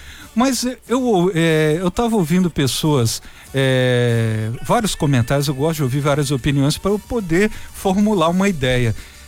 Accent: Brazil; Eu sou brasileiro.

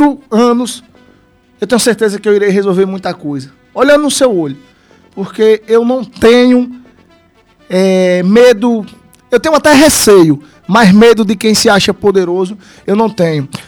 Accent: Porto da Folha, Sergipe, Brazil; porque eu sou de Porto da Folha

